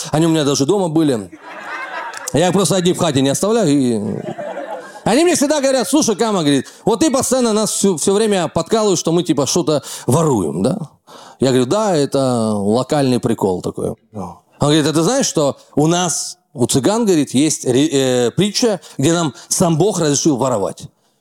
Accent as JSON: {"language": "Russian", "town": "Rostov-on-Don", "region": "Rostov Oblast", "country": "Russia", "said": "так как я из Ростова"}